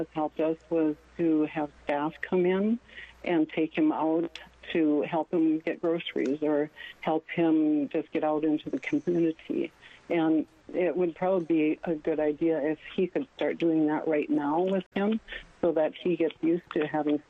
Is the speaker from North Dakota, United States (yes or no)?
yes; North Dakota, United States; but I'm from North Dakota